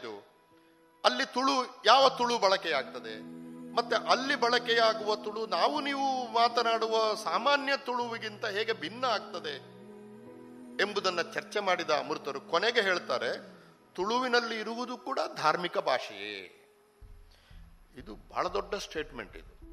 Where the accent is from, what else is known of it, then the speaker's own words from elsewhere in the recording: Guttigaru, Karnataka, India; ನಮ್ಮ ಊರು ಗುತ್ತಿಗಾರು ಪಂಜದಲ್ಲಿ